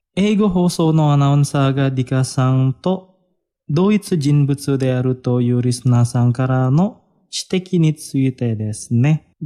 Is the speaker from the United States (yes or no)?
no; Indonesia; 同じインドネシア人として